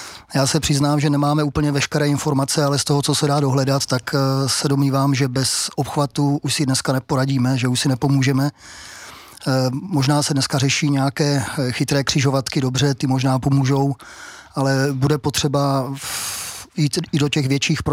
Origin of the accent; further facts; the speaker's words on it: Zlín, Zlín Region, Czechia; Celý život žiju a bydlím ve Zlíně.